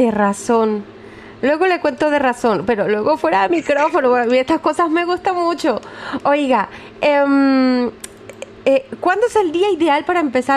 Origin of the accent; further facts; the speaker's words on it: Cali, Valle del Cauca, Colombia; yo vengo de Cali